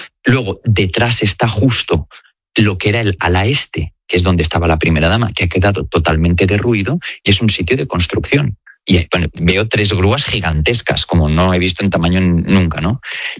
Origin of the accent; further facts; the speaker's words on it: Spain; yo siempre como periodista español y conocedor de nuestra historia y defensor de nuestro legado